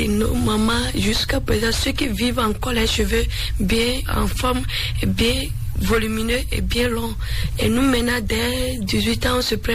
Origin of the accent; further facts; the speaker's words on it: Bariba, Benin; Chez nous, en Bariba, on dit pori pori.